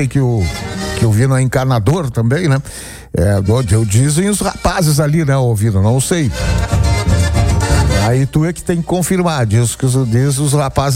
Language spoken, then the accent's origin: Portuguese; Brazil